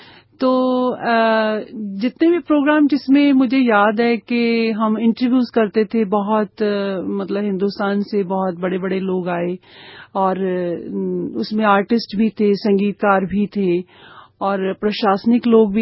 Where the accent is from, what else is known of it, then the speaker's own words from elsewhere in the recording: Jalandhar, Punjab, India; जालंधर हमारा native place है